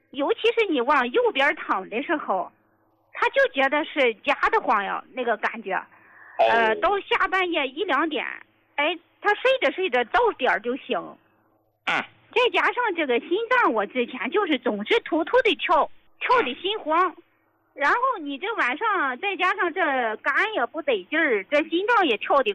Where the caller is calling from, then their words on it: Tai'an, Shandong, China; 我是山东的，山东泰安的听众，